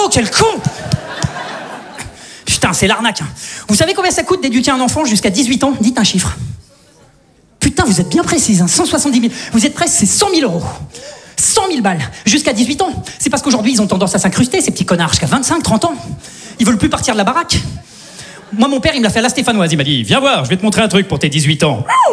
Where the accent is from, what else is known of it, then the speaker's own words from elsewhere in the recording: Saint-Étienne, Auvergne-Rhône-Alpes, France; Moi, je viens de Saint-Étienne. Globalement, chez nous, t'as faim, tu prends une arbalète, tu vas chasser, ça s'arrête là, quoi.